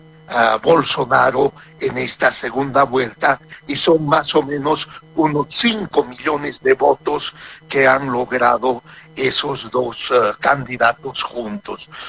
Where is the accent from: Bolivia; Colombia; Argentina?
Bolivia